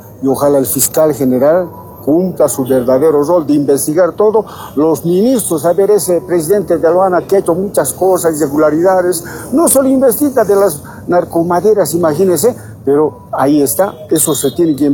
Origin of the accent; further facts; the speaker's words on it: Bolivia; la independencia de poder que tenemos como bolivianos